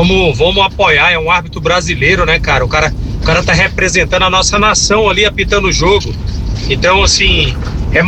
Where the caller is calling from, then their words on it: Brazil